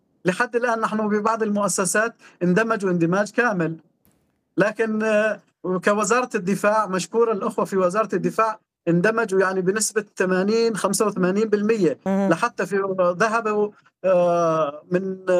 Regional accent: Syria; في النهاية نحن سوريين.

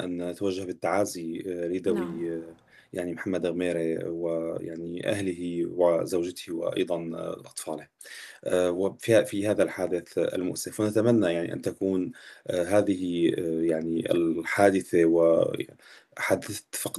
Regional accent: Syria; نحن نتحدث كسوريين عانوا من ذاكرة يعني صعبة فيما يتعلق كشعب سوري طبعا بالسجون

